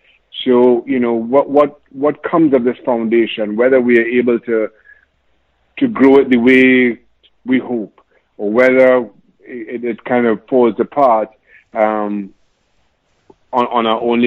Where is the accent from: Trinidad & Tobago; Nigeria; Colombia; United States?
Trinidad & Tobago; Diego Martin; moved away; Growing up in Trinidad, I grew up in Northwest. Town called Diego Martin